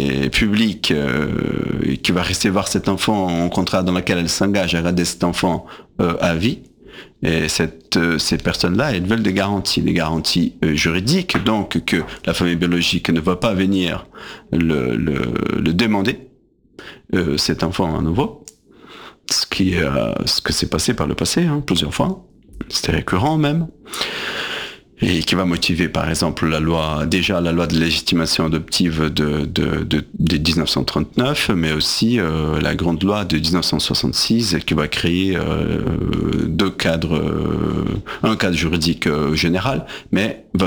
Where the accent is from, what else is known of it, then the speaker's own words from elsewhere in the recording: Brazil; French is a second language; Il y a un dicton, il me semble, ça, il y en a aussi bien en portugais, là d'où je viens, du Brésil